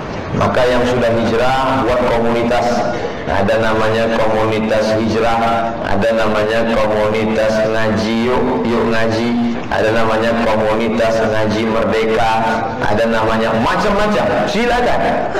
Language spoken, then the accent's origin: Indonesian; Aceh, Indonesia; now in Jakarta, Indonesia; Saya dari Aceh, ini jamaah yang paling banyak pahalanya. Dari Aceh langsung kemarin. Saya dulu mengaji di Aceh Besar sebelum saya ke Jakarta.